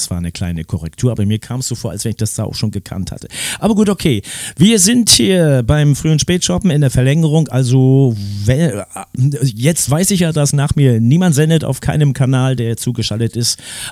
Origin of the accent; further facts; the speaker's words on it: Mecklenburg-Vorpommern, Germany; born there; Ja, ich bin ja hier fast in der Ostsee geboren.